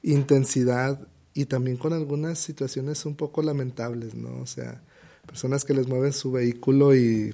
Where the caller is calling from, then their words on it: Mexico; yo prácticamente ahorita soy México, somos de México, amigo